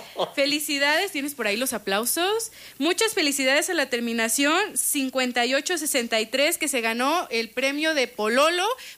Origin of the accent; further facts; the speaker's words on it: Pátzcuaro, Michoacán, Mexico; Es que soy de Pátzcuaro, necesito que se remojen mis escamas otra vez.